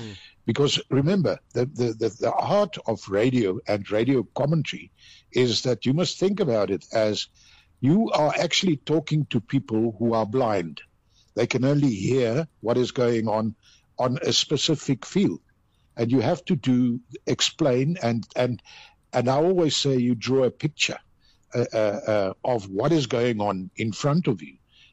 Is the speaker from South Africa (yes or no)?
yes; South Africa; I take sides when it comes to South Africa play, because this is my country, and I'm proud of it.